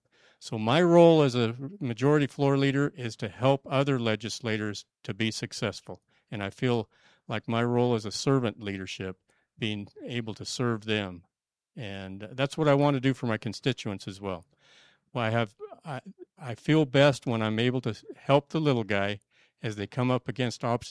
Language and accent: English; Bedford, Wyoming, United States; I grew up here in Star Valley in Bedford